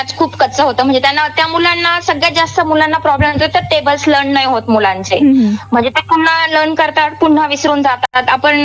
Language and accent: Marathi; Pathardi, Maharashtra, India; now in Nashik, India; Madam, मी मूळची पाथर्डीची आहे, पाथर्डी. आणि माझ्या लग्नानंतर मला नाशिक रोड देवळाली गाव इथे दिलेलं आहे.